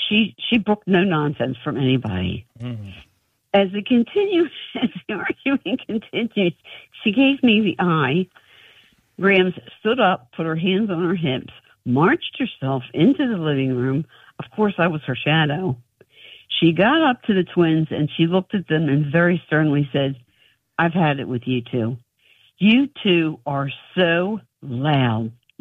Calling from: Fort Lauderdale, Florida, United States; and I'm calling you from Fort Lauderdale, Florida.

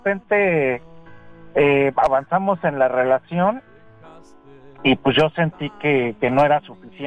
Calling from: Mexico City, Mexico; De acá, de la Ciudad de México, de Azcapotzalco.

